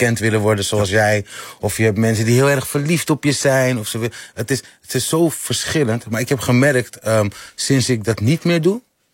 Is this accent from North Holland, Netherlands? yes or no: yes; Amsterdam, North Holland, Netherlands; Ik ben in Amsterdam-West opgegroeid.